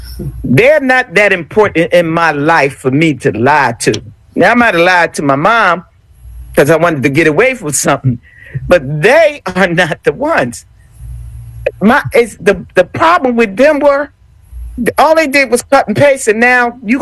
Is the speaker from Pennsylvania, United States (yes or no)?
yes; Philadelphia, Pennsylvania, United States; I'm from North Philly.